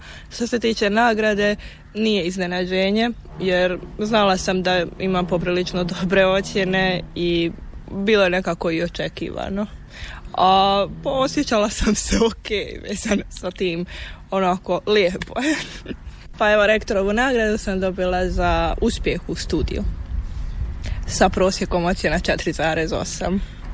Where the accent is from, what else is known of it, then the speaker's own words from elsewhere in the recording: Donja Mahala, Posavina, Bosnia & Herzegovina; Ja dolazim iz Bosanske Posavine, odnosno iz Donje Mahale kod Orašja.